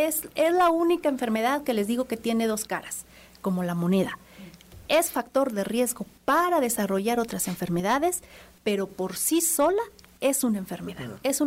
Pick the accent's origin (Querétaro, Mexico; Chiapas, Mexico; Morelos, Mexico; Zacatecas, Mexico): Zacatecas, Mexico; ni siquiera como zacatecanos